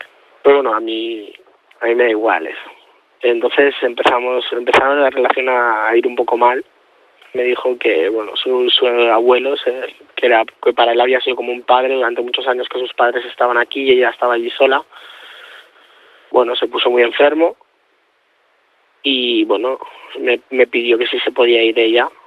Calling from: Spain; Tengo 21 años. Y bueno, mi pareja tiene la misma edad. Mi pareja es de Perú. Yo soy de aquí, de España.

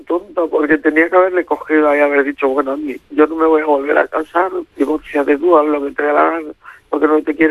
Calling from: Barcelona, Catalonia, Spain; Sí, vivo en Barcelona.

